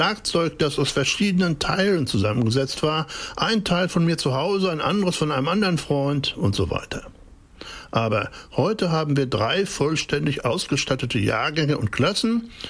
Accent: Rēzekne, Latgale, Latvia; Und besonders auch in meiner Heimatstadt Rēzekne.

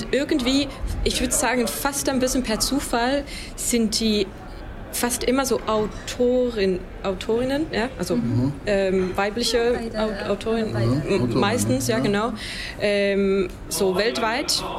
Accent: Estonia; first language Estonian; German is a second language; also wir lieben sehr unsere Muttersprache

